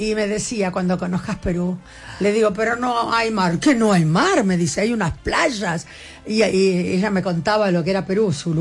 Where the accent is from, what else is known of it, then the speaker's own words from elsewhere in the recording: Argentina; Mi lugar en el mundo, la Argentina. Soy argentina hasta la muerte, porque tengo la suerte de haber conocido algunos países que amo